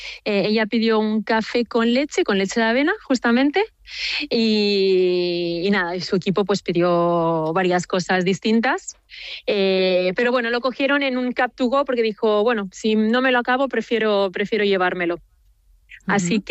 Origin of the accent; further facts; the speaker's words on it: Barcelona, Catalonia, Spain; moved away as an adult; now in Paris, France; yo, siendo española de Barcelona, siempre había pensado, yo llevo 13 años en París